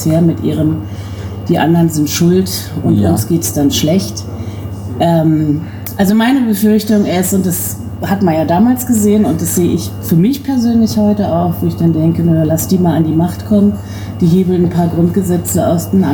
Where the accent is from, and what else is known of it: Berlin, Germany